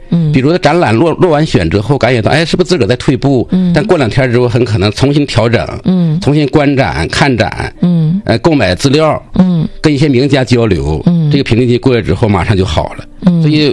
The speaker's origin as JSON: {"language": "Chinese", "town": "Dehui", "region": "Jilin", "country": "China", "tie": "born or raised there", "said": "我当年考的，我从我老家德惠，我考到农安叫美专"}